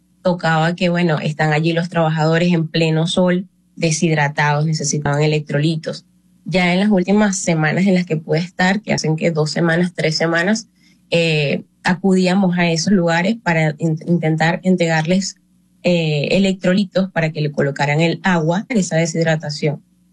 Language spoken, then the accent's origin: Spanish; Barquisimeto, Lara, Venezuela